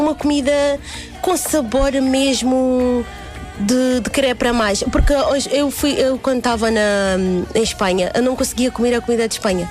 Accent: Oshakati, Oshana, Namibia; depois vem o Oshakati, de onde eu sou.

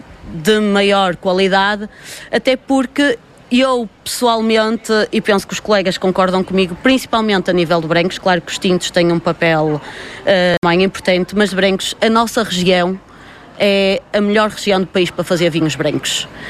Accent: Amarante, North, Portugal; nós somos de Vila Garcia

